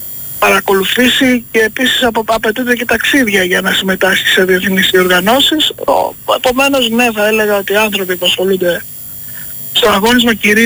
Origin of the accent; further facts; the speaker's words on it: Greece; είμαστε Έλληνες